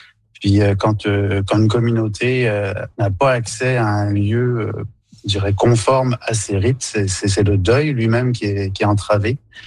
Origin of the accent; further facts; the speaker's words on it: Quebec, Canada; Donc, chez nous au Québec, c'est souvent au chalet, là, donc sur le terrain du chalet